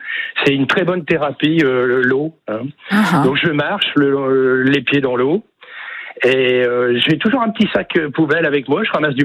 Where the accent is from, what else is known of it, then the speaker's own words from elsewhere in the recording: Hauts-de-France, France; now in Agde, France; je suis originaire de là-haut, du Nord, Pas-de-Calais.